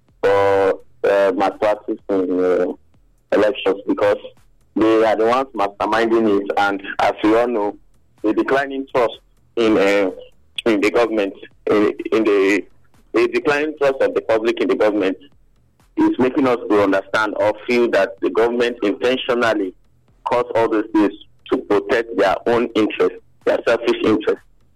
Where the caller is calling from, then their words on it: Nigeria; I'm calling from Ikobai.